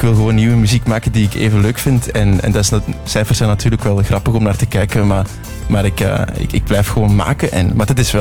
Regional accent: Zelzate, Flanders, Belgium; born there; mijn geboortedorp is Zelzaten. Dus eigenlijk de vertaling is Salt City. Dat is aan de haven aan de grens met Nederland.

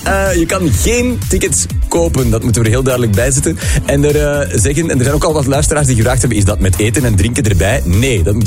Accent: Merksem, Flanders, Belgium; Nee, ik ben van Merksem, dat ligt er vlakbij.

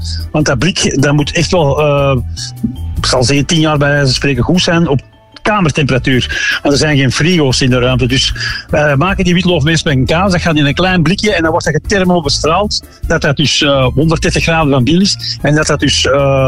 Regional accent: Belgium; Dus wij als Belgen eten dat dus heel graag.

